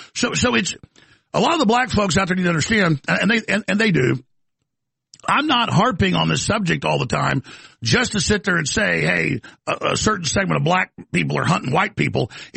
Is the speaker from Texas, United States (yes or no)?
yes; Dallas, Texas, United States; I grew up in Dallas, Texas, around a lot of black people.